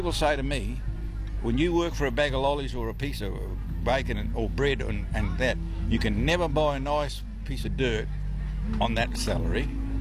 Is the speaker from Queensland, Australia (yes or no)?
yes; Queensland, Australia; I'm Gurang man from the Kabyan Ocean.